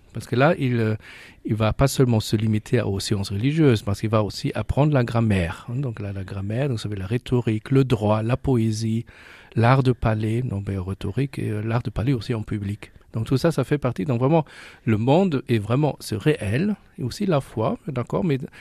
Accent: Germany; parce que moi, en tant qu'Allemand, donc, je ne connaissais pas du tout avant.

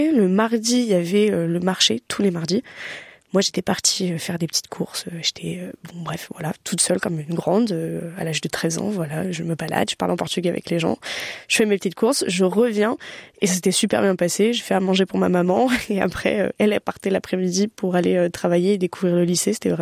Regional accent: France; je débarque, je suis française, d'origine portugaise, bon ok. Mon portugais c'était un portugais de vacances

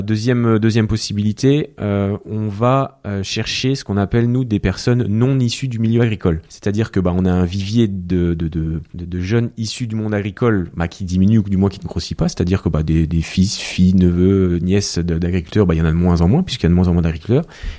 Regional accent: Grand Est, France; Alors chez nous en Moselle, c'est pas le cas.

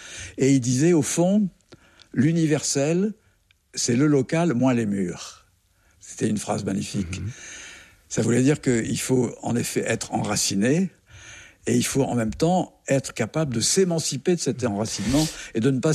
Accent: Algeria; born there; Je suis né en 1944 en Algérie d'un père charentais, mon père était militaire, il était gaulliste, et d'une mère pied-noir.

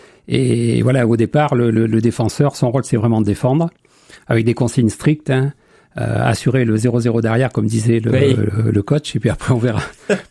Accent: Allassac, Nouvelle-Aquitaine, France; Remonter les escaliers de la maison à Alassac en Corrèze, parce que moi je suis d'Alassac en Corrèze, à côté de Brive.

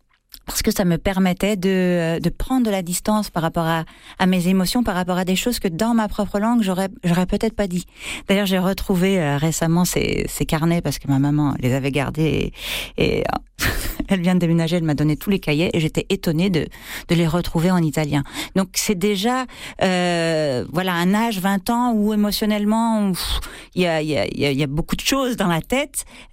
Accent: France; moved away as an adult; au début, j'étais cataloguée comme la petite française, et puis petit à petit, j'avais tellement bien travaillé mon italien qu'on n'entendait plus mon accent, donc je pouvais jouer le rôle d'italienne.

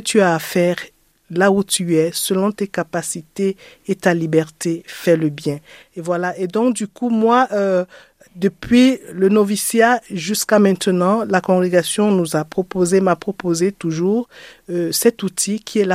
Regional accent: Cameroon; moved away as an adult; now in France; quand j'étais dans mon pays au Cameroun.

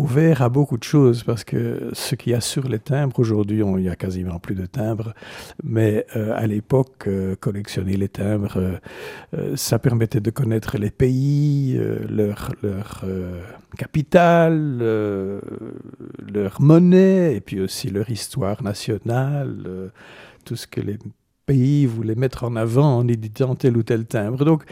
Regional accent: Antwerp, Flanders, Belgium; Mais de fait, après mon service militaire, je suis resté dans ma ville natale et je m'étais spécialisé à l'ULB, déjà en droit maritime

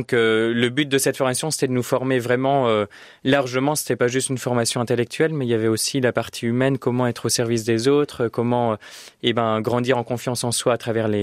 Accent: Orléans, Centre-Val de Loire, France; je suis né à Orléans et mes parents, j'ai 2 grandes sœurs, 3 grands frères et mes parents sont très croyants et mes frères et sœurs aussi. Donc en fait, j'ai grandi dans ce contexte-là

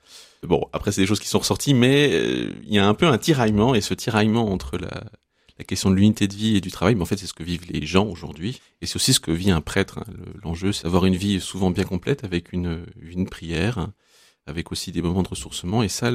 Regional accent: Besançon, Bourgogne-Franche-Comté, France; born there; moved away as an adult; now in Lille, France; Et non, je ne suis pas lillois. J'ai 33 ans, je suis né à Besançon, dans l'Est de la France. Et je suis arrivé à Lille en 2016 pour mes études de médecine, pour mon internat.

